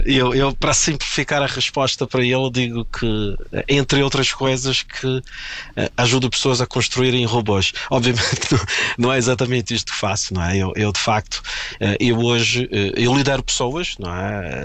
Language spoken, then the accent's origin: Portuguese; Brazil; now in Portugal; Portugal é minha casa, já é há bastante tempo. O Brasil foi o lugar onde eu nasci, me fez crescer.